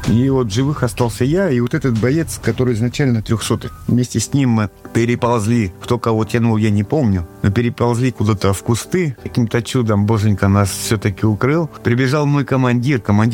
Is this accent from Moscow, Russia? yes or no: no; Belgorod Oblast, Russia; Я сам коренной житель Белгородской области. Я люблю нашу землю, нашу природу, наших людей.